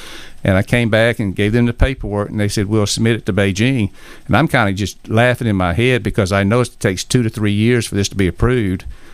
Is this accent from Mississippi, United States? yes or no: no; Alabama, United States; moved away; I'm from Alabama.